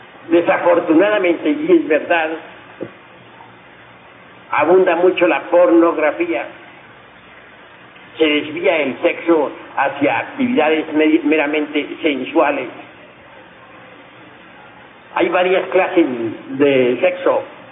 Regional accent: Cotija, Michoacán, Mexico; Yo soy de Cotija, Michoacán. He vivido más que todo, además en otros lugares, en distintos federales.

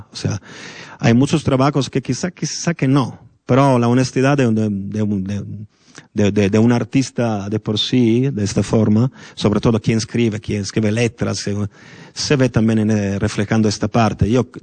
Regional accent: Italy; Spanish is a second language; moved away as an adult; now in Mexico; Si yo lo digo que soy italiano

